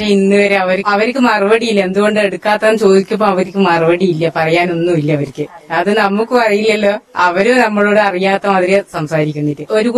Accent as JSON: {"language": "Malayalam", "region": "Kerala", "country": "India", "tie": "born or raised there", "said": "ഞാൻ ജനിച്ചത് വളർന്നത് ഇവിടെ തന്നെ."}